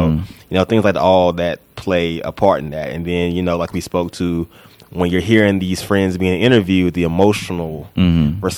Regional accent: Tennessee, United States; that's growing up in Tennessee, which has its own issues and racial issues as well.

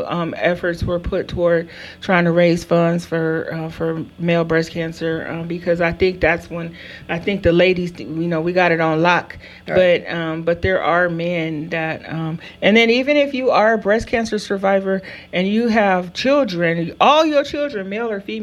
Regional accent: Chino, California, United States; So Chino, that's in my hometown.

